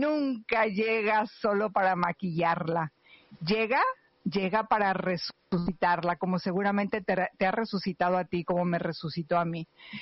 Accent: Mexico; yo como mexicana

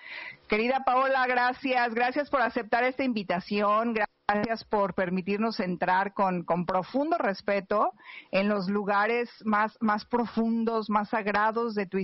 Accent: Mexico; yo como mexicana

